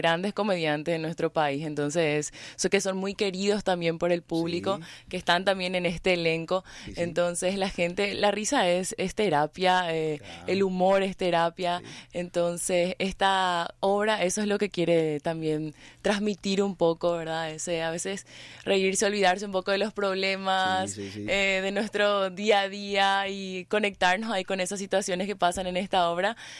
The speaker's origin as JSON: {"language": "Spanish", "town": "Santa Rita", "region": "Alto Paraná", "country": "Paraguay", "tie": "born or raised there", "lives_now": "Asunción, Paraguay", "said": "Yo soy oriunda de Santa Rita"}